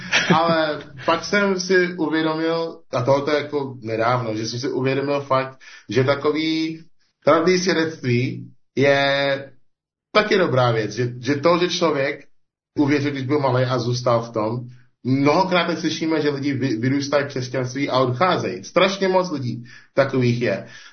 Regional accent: Nigeria; Czech is a second language; now in Czech Republic

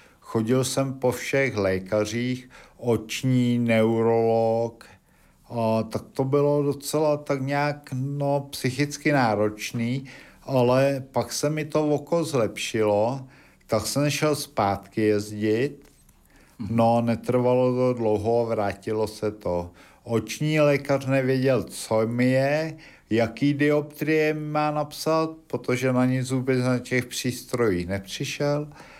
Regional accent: Sušice, Plzeň Region, Czechia; Jsem zdaleka, jsem ze Šumavy, z města Sušice Brána Šumavy

